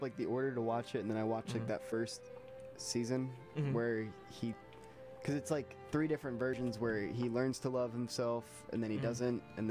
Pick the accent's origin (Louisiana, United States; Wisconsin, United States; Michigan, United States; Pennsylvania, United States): Louisiana, United States; I'm from Louisiana.